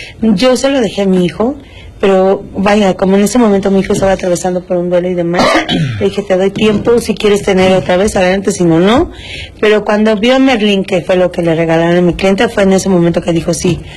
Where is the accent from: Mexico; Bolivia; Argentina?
Mexico; Monterrey, Nuevo León; now in Mexico City, Mexico; Nosotros de la Ciudad de México, yo soy de Monterrey.